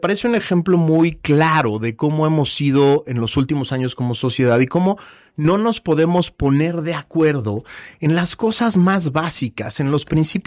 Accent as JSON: {"language": "Spanish", "country": "Mexico", "said": "cuando en un grupo social como los mexicanos empezamos a ver que desde el más alto nivel del poder político, económico, social, no cumplir con las reglas"}